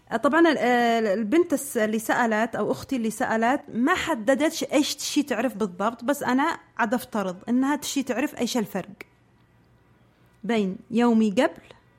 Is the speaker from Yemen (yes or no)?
yes; Yemen; ومعروفة هذه الكلمة عندنا في اليمن